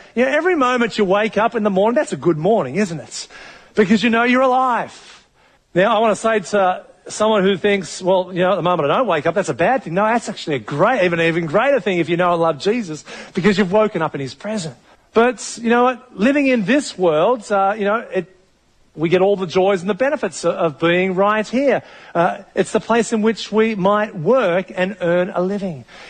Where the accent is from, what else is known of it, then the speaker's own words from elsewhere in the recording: Melbourne, Victoria, Australia; born there; I was born in Carlton in Melbourne.